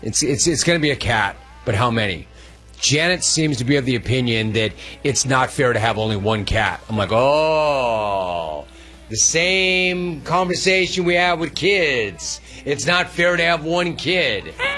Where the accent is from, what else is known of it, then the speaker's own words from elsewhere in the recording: Los Angeles, California, United States; I grew up in the San Fernando Valley. It's hot as hell. It's the service of the sun in the valley. I grew up playing tennis in the San Fernando Valley.